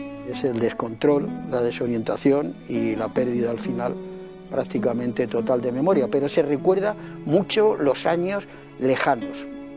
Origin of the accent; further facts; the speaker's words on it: Madrid, Community of Madrid, Spain; nosotros vivíamos donde nací, muy cerca de Rosales, en el barrio de Argüelles, entre Rosales y la Plaza España, y en una calle que se llamaba Víctor Pradera de Soltera, ahora es Juan Álvarez Mendizábal.